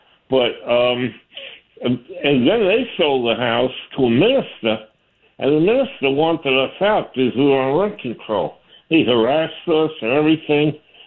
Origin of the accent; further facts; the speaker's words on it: New York City, New York, United States; now in Providence, United States; I grew up in Brooklyn, but they had rent control. I live in a four flat, okay?